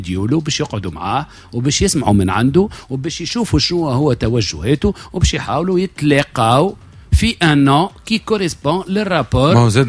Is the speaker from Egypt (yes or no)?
no; Tunisia